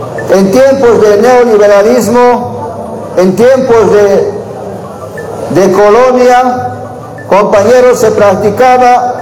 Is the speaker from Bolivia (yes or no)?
yes; Bolivia